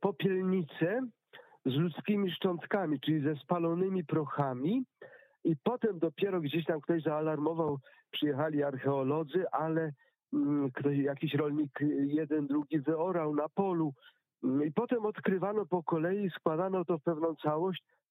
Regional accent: Pomeranian Voivodeship, Poland; z moich rodzinnych stron, mianowicie Kaszuby, wieś koło Herowa

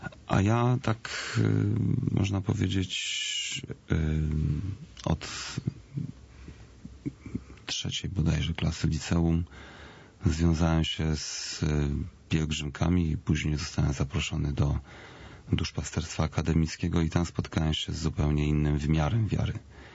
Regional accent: Łódź Voivodeship, Poland; Ja wzrastałem w małym mieście pod Łodzią. Miasto to gdzieś około 50-60 tysięcy mieszkańców.

